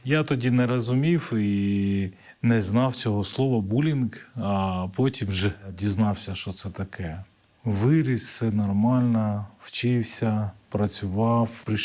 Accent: Yerevan, Armenia; Я народився в Вірменії, в місті Єреван. Жив там зі своїми батьками.

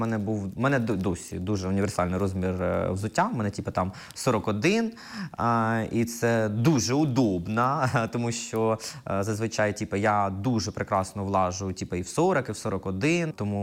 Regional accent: Kropyvnytskyi, Kirovohrad Oblast, Ukraine; Ні, я з Кропивницького.

